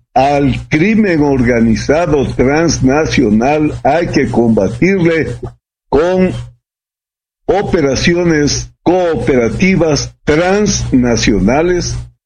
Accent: Ecuador; no lo vamos a poder combatir como ecuatorianos solamente.

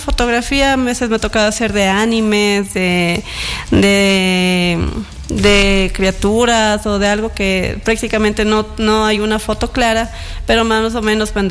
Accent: Machachi, Pichincha, Ecuador; Yo soy oriunda de Machachi

